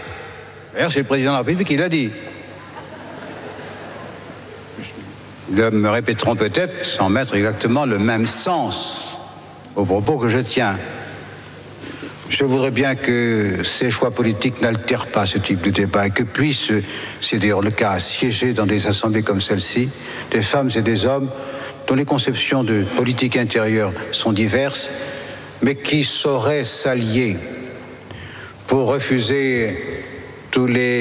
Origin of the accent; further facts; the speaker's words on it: France; Nous sommes Français